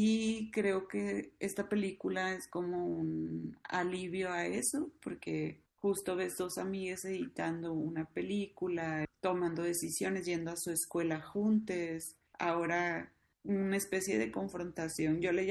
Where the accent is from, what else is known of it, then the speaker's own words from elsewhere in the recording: Mazatlán, Sinaloa, Mexico; Les dos somos de Mazatlán, Sinaloa.